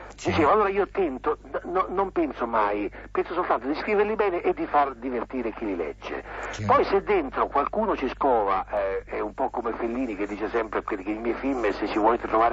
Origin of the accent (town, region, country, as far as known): Ancona, Marche, Italy; born there